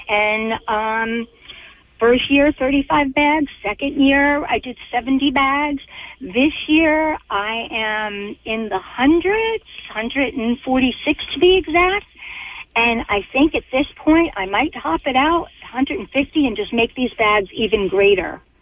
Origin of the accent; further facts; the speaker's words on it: Manalapan, New Jersey, United States; people that I grew up with in Manalapan